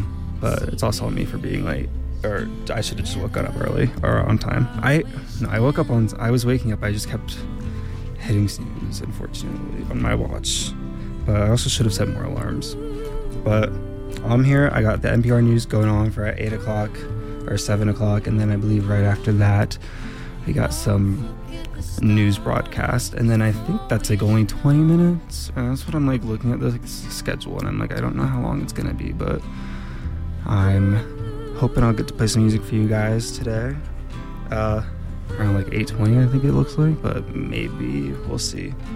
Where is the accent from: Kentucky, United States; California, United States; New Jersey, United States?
New Jersey, United States; now in Telluride, United States; I am new to Telluride a bit. I am from New Jersey. I, at the end of the day, am just such a New Jersey driver.